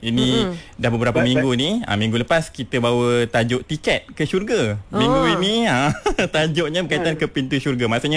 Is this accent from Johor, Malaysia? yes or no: yes; Johor, Malaysia; Bukan, saya dari Johor.